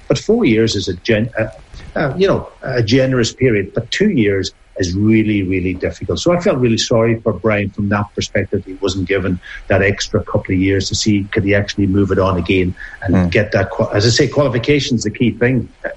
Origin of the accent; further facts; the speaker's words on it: Ireland; You want them to do the very best, because we're Irish supporters and we want to be out there supporting them in the big tournaments.